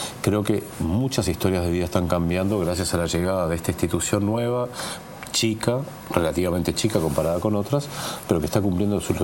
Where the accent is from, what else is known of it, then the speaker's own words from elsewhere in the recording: Uruguay; soy muy orgulloso como uruguayo